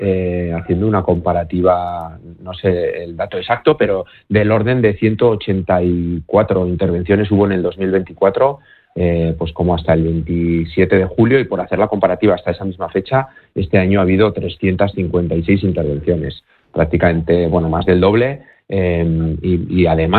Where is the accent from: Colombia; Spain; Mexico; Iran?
Spain; Navarre; una comunidad como Navarra, que somos pioneros en otro montón de cosas y tenemos los recursos suficientes para acometer esto